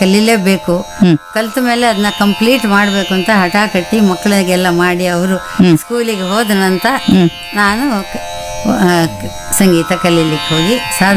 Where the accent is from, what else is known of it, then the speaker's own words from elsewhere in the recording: Kundapura, Karnataka, India; also born or lived in Tumakuru / Davanagere / Shivamogga; ಆಮೇಲೆ ನಮಗೆ ಹೀಗೆ ಟ್ರಾನ್ಸ್ಫರ್ ಆಗ್ತಾ ಇತ್ತು ಬೇರೆ ಬೇರೆ, ದಾವಣಗೆರೆ ಶಿವಮೊಗ್ಗ, ಕೊನೆಗೆ ನಾವು ಕುಂದಾಪುರಕ್ಕೆ ಬಂದ್ವಿ ನಮ್ಮ ಊರಿಗೆ.